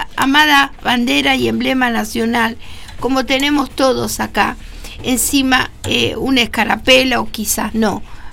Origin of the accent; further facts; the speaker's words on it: Argentina; también reclamamos como ciudadanos argentinos